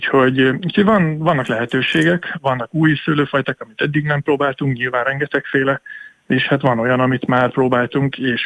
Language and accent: Hungarian; Tapolca, Veszprém County, Hungary; Tapolcán nőttem föl, és a ház, ahol cseperedtem, annak az ablakából a Szentgyörgyhegyre láttam rá direktbe.